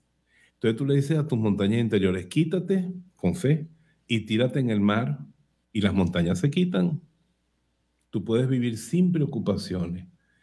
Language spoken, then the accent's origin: Spanish; Bejuma, Carabobo, Venezuela; Muchas de estas canciones, se han dado cuenta, esta noche nacieron en Bejume, en mi pueblo, cuando yo era seglar, no había entrado al seminario todavía.